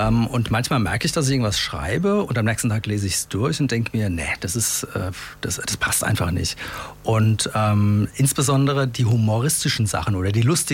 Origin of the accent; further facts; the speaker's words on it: Ascheberg, North Rhine-Westphalia, Germany; ich komme aus Ascheberg, ursprünglich, jetzt mittlerweile aus Wärzbarsch.